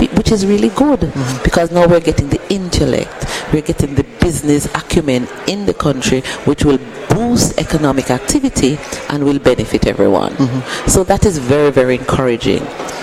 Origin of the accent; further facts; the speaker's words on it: Jamaica; I'm your sister, I'm from Jamaica